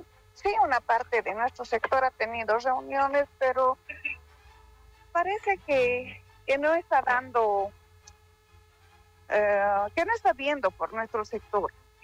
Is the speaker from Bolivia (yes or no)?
yes; Bolivia; Nuestra moneda boliviana da pena. ¿Cómo vamos a trabajar? A nosotros debería, nosotros somos el sostén de Bolivia